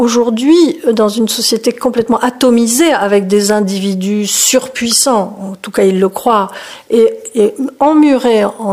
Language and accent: French; Marseille, Provence-Alpes-Côte d'Azur, France; moved away; also born or lived in Paris / Cotentin; Moi, j'ai grandi à Marseille. À Marseille, il y a de la garrigue, des montagnes calcaires blanches comme des eaux, et puis la mer brutale, bleue, intense.